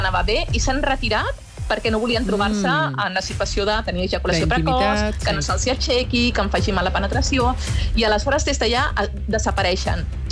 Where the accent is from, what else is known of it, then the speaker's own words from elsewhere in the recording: Catalonia, Spain; I escolta tu, que som catalans, quan ens caiem ens tornem a aixecar.